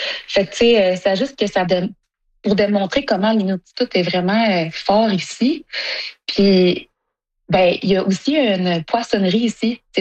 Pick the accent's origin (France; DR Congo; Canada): Canada; Sept-Îles, Quebec; moved away as an adult; now in Pangnirtung, Canada; moi, j'ai grandi à Sept-Îles parce que j'étais avec mon père. Puis ma mère, elle vient de Iqaluit. Puis j'ai déménagé là quand j'avais 19 ans.